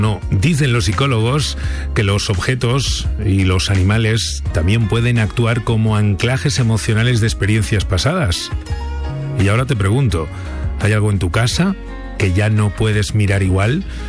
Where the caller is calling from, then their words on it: Salamanca, Castile and León, Spain; de Salamanca, estoy trabajando en la recepción de un hotel y ahora estoy en mi tiempo de cena.